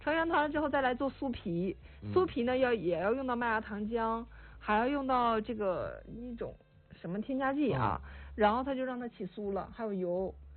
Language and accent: Chinese; northern China, China; 他们南方酸菜跟咱们北方腌的东西不一样，咱们腌的是大白菜